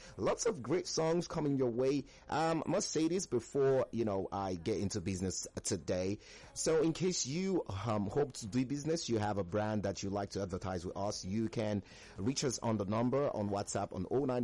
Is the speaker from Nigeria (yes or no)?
yes; Nigeria